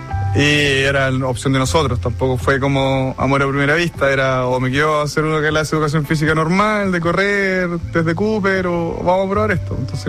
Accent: Temuco, Araucanía, Chile; Tengo 35 años, yo nací en Temuco.

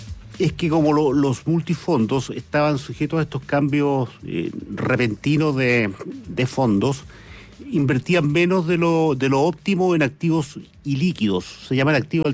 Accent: Chile; yo como ciudadano chileno ya ahora pienso cuánto me gustaría que hubiera más inversión en Chile

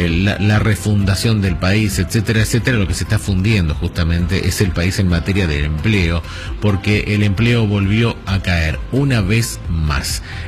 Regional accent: Argentina; para mí todos somos argentinos

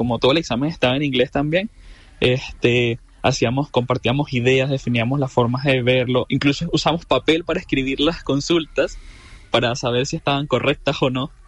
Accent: Venezuela; yo soy venezolano y tenía que tener el pasaporte

